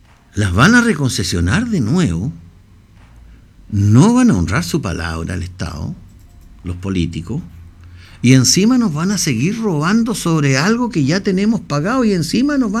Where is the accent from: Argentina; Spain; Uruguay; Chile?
Chile